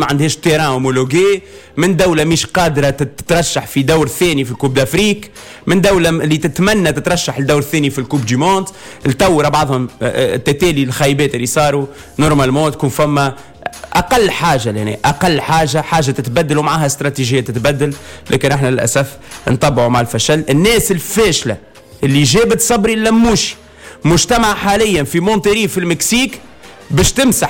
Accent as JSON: {"language": "Arabic", "country": "Tunisia", "said": "انا تونسي نعطي رأي في اي موضوع في تونس كتونسي كمواطن"}